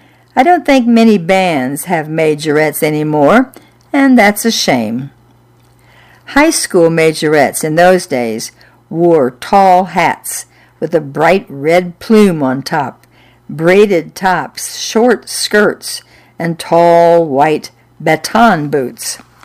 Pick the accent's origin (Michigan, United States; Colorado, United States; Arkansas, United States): Michigan, United States; Iron River; Growing up in Iron River in Michigan's Upper Peninsula, good weather for swimming was never predictable, and I loved to swim.